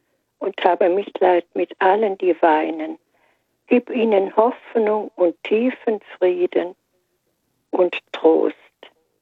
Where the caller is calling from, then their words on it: Germany; Ich komme hier aus der Eifel und ich bin auch schon 88 Jahre alt.